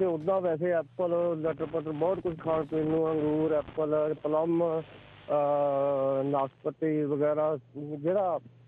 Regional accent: Punjab, India; moved away as an adult; also born or lived in Moga, Punjab; ਮੈਂ ਮਾਝੇ ਦਾ ਸੀਗਾ, ਮੇਰਾ ਪਿੰਡ ਬਲਟੂਆ। ਮੈਂ 97-96 ਦੇ ਵਿੱਚ ਮੈਂ ਇੱਥੇ ਮੋਗੇ 'ਚ ਆ ਗਏ ਸੀ, ਇੱਧਰੋਂ ਜ਼ਮੀਨ ਵੇਚ ਕੇ ਇੱਥੇ ਆ ਗਏ ਸੀ। ਐਕਚੁਅਲੀ ਬੇਸਿਕਲ ਮਾਝੇ ਦੇ ਆ।

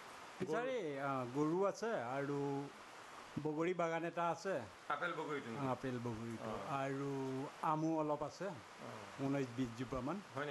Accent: Raha, Assam, India; মোৰ গাঁও হ'ল ৰহা কামগাঁও।

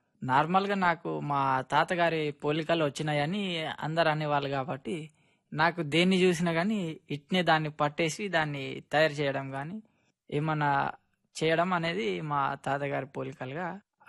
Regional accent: Dubarpet, Telangana, India; also born or lived in Hyderabad; మా ఊరు దుబార్పేట మేడం, ఇచ్చోడ మండలం, ఆదిలాబాద్ జిల్లా. నేను 10వ తరగతి మా ఇచ్చోడ మండలం గురుకులంలో చదువుకున్నాను మేడం. ఇంటర్మీడియట్ ఇక్కడ ఆదిలాబాద్ ఆర్జేసీ లో చదువుకున్నాను.

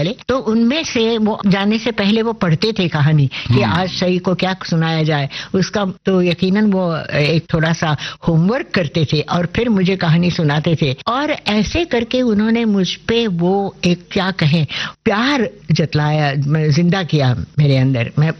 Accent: Pune, Maharashtra, India; born or raised there; also born or lived in Lucknow

